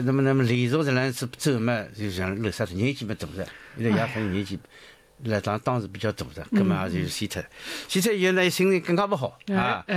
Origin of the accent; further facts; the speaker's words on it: Jiading, Shanghai, China; 我父亲说我的家乡是嘉定，